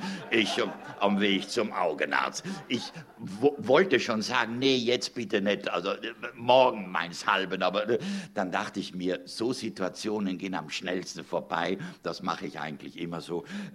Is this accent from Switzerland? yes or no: no; Trentino-Alto Adige, Italy; ja, nee, ich komme aber nicht aus Bayern, ich komme aus Südtirol.